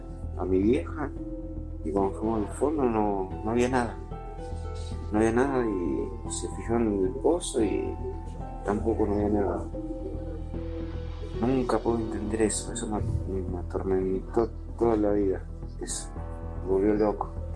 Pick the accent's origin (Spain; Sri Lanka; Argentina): Argentina; La Ferrere, Buenos Aires Province; Hola Héctor … de Las Ferreras.